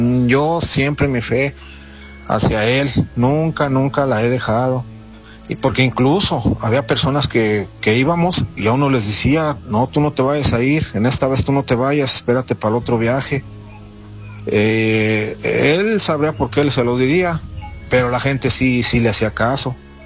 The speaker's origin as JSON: {"language": "Spanish", "town": "Rincón", "country": "Mexico", "said": "yo soy de acá de Rincón, bueno, de una comunidad de Rincón"}